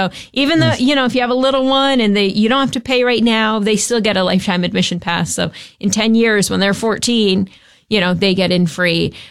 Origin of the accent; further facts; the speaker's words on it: Massachusetts, United States; moved away as an adult; I grew up in Western Mass.